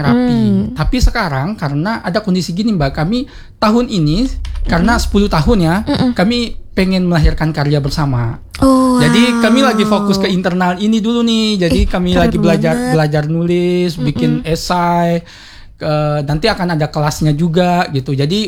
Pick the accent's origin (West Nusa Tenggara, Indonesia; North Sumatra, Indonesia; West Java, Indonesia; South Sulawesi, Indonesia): West Nusa Tenggara, Indonesia; Sumbawa; moved away; Saya orang Sumbawa malah.